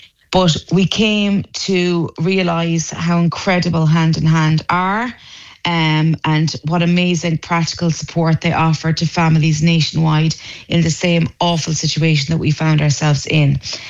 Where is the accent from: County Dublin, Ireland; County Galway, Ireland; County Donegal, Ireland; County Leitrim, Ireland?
County Galway, Ireland; Ahascragh; now in Mullinahone, Ireland; from Ahaskra originally, and I'm living now in Tipperary for the last 20-something years, based in Mullnahone.